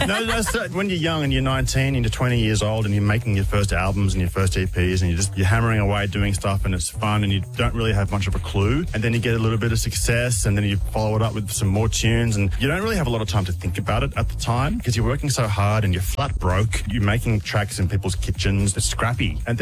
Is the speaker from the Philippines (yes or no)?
no; Sydney, New South Wales, Australia; They're from Melbourne and we're from Sydney